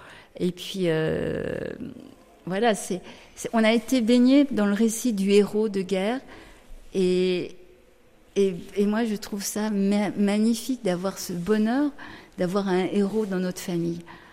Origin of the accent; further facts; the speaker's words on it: France; moved away as an adult; also born or lived in Paris / Lebanon; j'ai donc toute mon enfance, adolescence en France, mes études à Paris d'infirmière, et puis après j'ai vécu 25 ans au Liban.